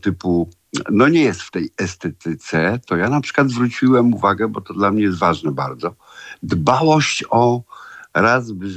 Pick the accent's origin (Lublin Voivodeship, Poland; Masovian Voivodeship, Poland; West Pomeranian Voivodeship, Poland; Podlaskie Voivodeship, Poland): Masovian Voivodeship, Poland; Warsaw; also born or lived in Ursynów, Warsaw; ja się urodziłem na Żoliborzu